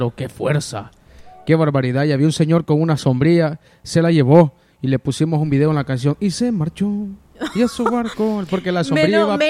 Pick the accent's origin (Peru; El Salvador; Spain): El Salvador; accent: Salvadoran; No, no, estoy hablando puro salvadoreño.